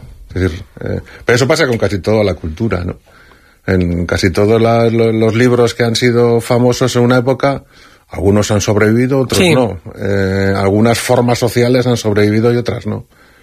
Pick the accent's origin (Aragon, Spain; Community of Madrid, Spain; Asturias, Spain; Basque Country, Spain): Basque Country, Spain; Eibar; nosotros en Eibar, como cultura vasca, igual somos un poco diferentes